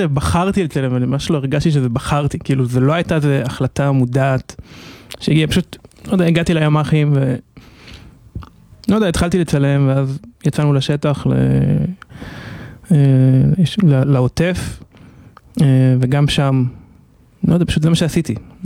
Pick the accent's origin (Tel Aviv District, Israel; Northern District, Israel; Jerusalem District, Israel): Northern District, Israel; Kfar Giladi; אני עדיין בן כפר גלעדי.